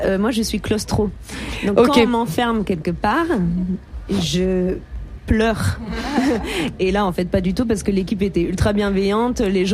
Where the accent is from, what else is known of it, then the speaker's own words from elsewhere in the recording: Nice, Provence-Alpes-Côte d'Azur, France; moved away as an adult; Moi, je viens de Nice